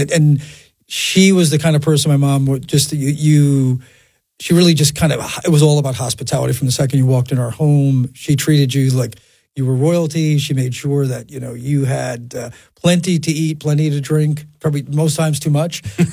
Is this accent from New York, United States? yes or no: yes; New York, United States; And I was very fortunate growing up on Long Island that there were some great restaurateurs that saw that I was a young guy that worked hard